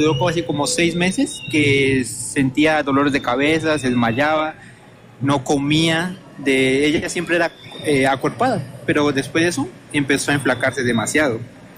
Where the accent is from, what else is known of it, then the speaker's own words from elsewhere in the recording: Valle del Cauca, Colombia; now in Calera, Colombia; Me comunico desde Calera, Cundinamarca, pero soy del Cauca, bueno, Valle del Cauca.